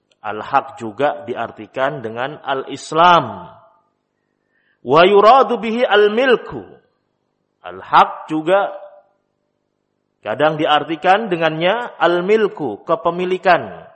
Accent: Java, Indonesia

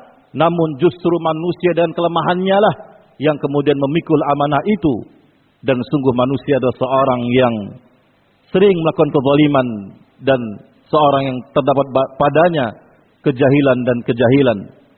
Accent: Indonesia; احفظ بلادنا إندونيسيا من الفتن والمحن ما ظهر منها وبطن

